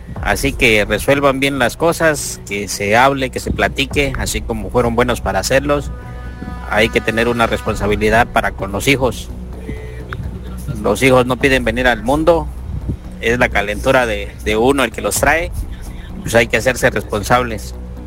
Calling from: Tonalá, Chiapas, Mexico; Saludos desde aquí de Tonalá, Chiapas.

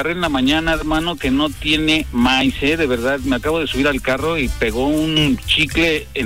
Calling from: Tlalnepantla, State of Mexico, Mexico; de Tlanepantla.

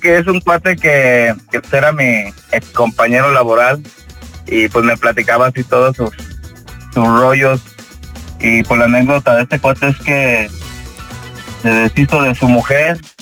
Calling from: León, Guanajuato, Mexico; De León, Guanajuato.

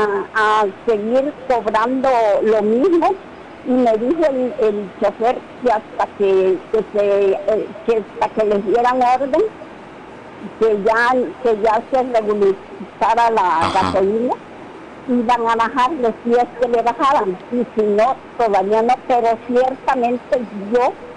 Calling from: Jiquipilas, Chiapas, Mexico; Mire, es cierto, soy de Jiquipila.

